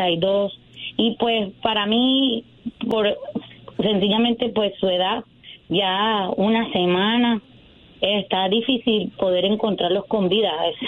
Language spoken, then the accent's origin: Spanish; Venezuela; moved away; 11 años que salí de Venezuela, me vine a estudiar acá, estudié inglés